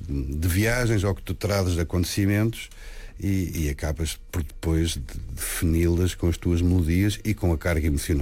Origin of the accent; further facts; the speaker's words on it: Lisbon, Portugal; Eu nasci em Lisboa, vivia na urbe e serei sempre um gajo urbano. Urbano.